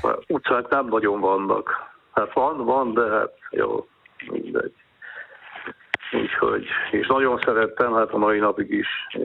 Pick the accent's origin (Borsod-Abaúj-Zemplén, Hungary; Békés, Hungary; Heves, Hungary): Heves, Hungary; Átány; now in Budapest, Hungary; csak 25 kilométer Kisköre, Átrány községhez, ahol én születtem.